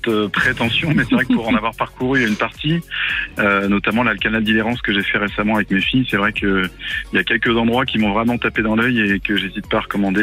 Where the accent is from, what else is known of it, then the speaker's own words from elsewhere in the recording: Nantes, Pays de la Loire, France; Et puis, moi, je suis de Nantes depuis de longue date, et la Bretagne, c'est un peu mon terrain de jeu.